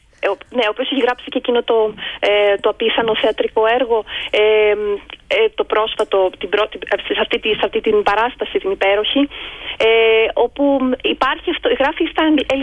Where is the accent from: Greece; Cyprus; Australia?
Australia; επιλέγω να είμαι, να είμαι Έλληνας της Αυστραλίας σε κάποια πλαίσια, σε κάποιες περιστάσεις, ή επιλέγω να είμαι Αυστραλός σε κάποιες άλλες.